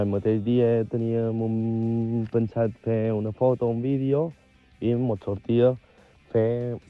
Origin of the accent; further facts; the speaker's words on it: Sineu, Balearic Islands, Spain; la nostra candidatura s'ha basat en fer veure en el poble que pertanyem a Sineu, que som de Sineu i mos sentim de Sineu.